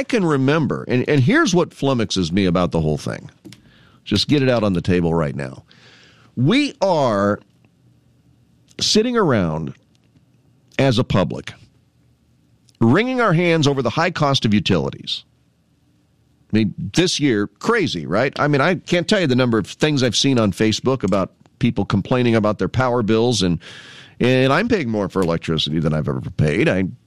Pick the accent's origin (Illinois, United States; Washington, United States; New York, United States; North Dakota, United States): Illinois, United States; Canton; I remember when I was young, teenage years, growing up in Canton